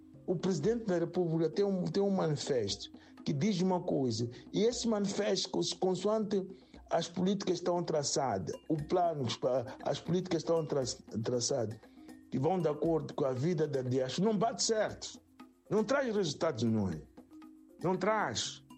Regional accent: Mozambique; now in Germany

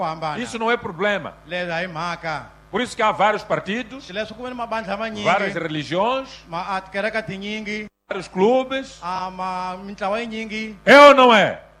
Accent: Mozambique; E cada um de nós, como moçambicanos, é responsável por vigiar os inimigos da paz e do desenvolvimento

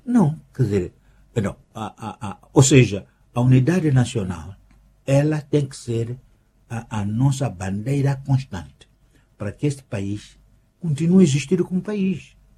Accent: Inhambane, Mozambique; eu sou de Inhambane, falo Xitsua, eu sou misto de Bitonga e Matra, sim senhora, eu pertenço àquela

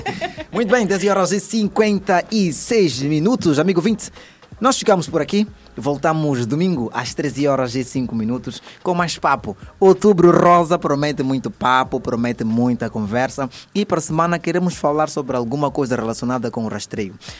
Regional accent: France; also born or lived in Dubai, United Arab Emirates / Abu Dhabi, United Arab Emirates / Portugal; now in Mozambique; Já sabes que eu nasci em Dubai, a minha infância era na França, fiz ensino primário em Abu Dhabi, o ensino secundário foi em Portugal e recentemente cheguei a Moçambique.

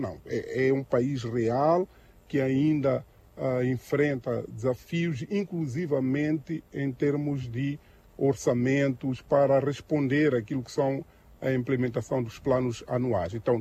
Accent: Mozambique; aguardamos como moçambicanos

